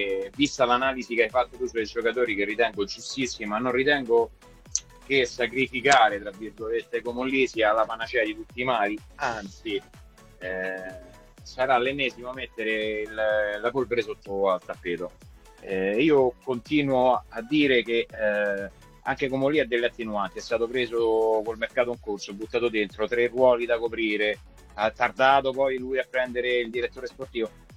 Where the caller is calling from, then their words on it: Civitavecchia, Lazio, Italy; da Civita Vecchia